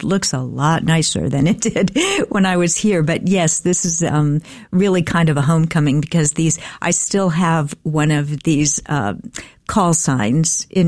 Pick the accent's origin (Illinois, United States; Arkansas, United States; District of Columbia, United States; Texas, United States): District of Columbia, United States; Washington; moved away as an adult; I grew up in the Washington, D.C. area.